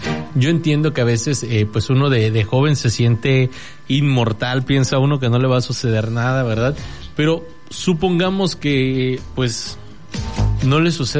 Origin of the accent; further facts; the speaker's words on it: Tonalá, Mexico; los que somos de aquí de Tonalá la vamos a ubicar rapidísimo.